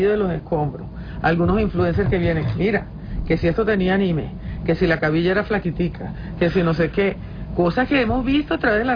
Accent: Venezuela; vamos a hablar como venezolanos.

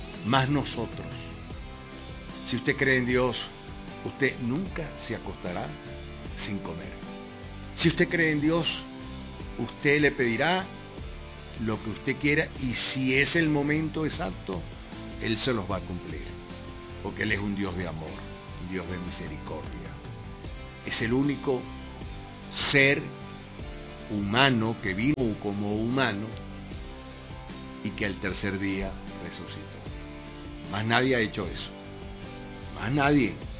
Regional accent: Venezuela; tenemos una bendición, que somos venezolanos.

